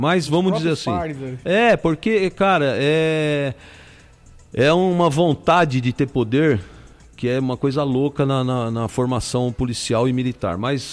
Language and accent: Portuguese; Americana, São Paulo, Brazil; Eu nem nasci, fui criado em Americana